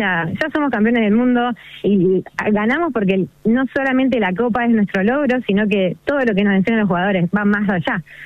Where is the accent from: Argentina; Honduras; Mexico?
Argentina; todo lo que nos atravesó como argentinos